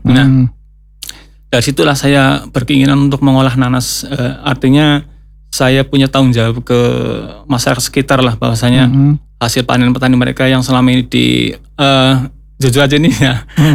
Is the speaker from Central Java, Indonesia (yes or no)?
yes; Central Java, Indonesia; di desa kami, di desa Siwarak ya